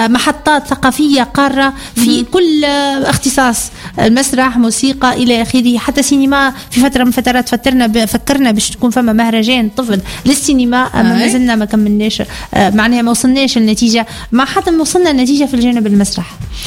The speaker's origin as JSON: {"language": "Arabic", "town": "Sfax", "region": "Sfax Governorate", "country": "Tunisia", "said": "في بلدي صفاقس"}